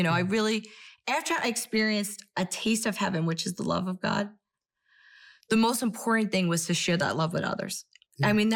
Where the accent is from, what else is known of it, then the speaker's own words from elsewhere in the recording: New York, United States; You know, I'm from New York. We don't hug each other, you know, unless you know each other.